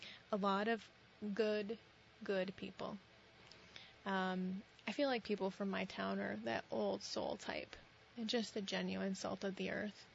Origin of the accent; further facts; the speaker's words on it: Sheldon, Vermont, United States; I grew up in Sheldon, Vermont.